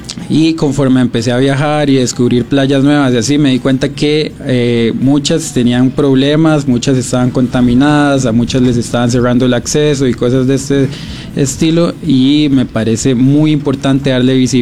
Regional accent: Costa Rica; Yo soy de Lagam, sí.

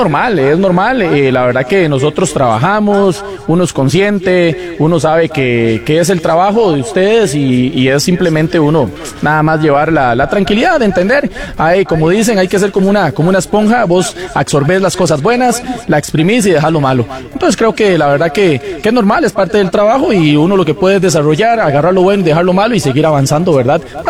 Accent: Costa Rica

